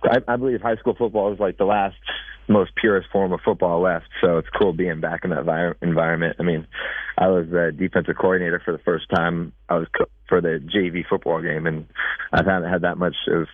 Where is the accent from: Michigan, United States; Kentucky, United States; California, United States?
California, United States; Santa Rosa; I came from Santa Rosa, so it's small.